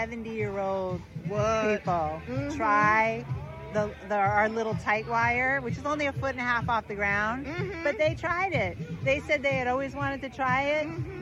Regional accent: Flushing, New York, United States; born there; I was born in Flushing.

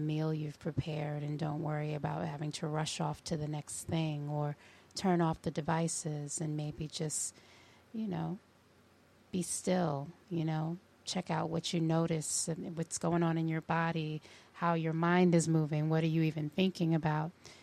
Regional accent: New York City, New York, United States; I know there's a Bob Marley Parkway not too far from where I grew up in East Flatbush, right off of Church Avenue.

